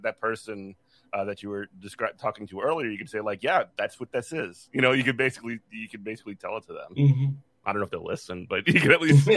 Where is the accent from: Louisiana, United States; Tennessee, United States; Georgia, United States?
Louisiana, United States; New Orleans; I'm from New Orleans